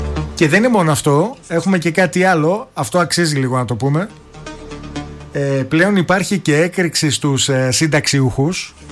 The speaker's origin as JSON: {"language": "Greek", "country": "Greece", "said": "ως Έλληνες"}